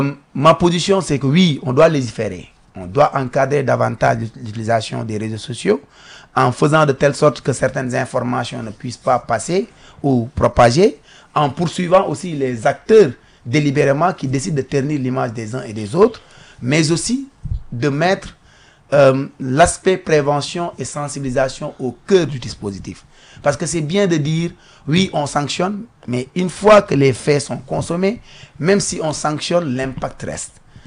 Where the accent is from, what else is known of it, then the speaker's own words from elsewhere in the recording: Senegal; nous sommes Sénégalais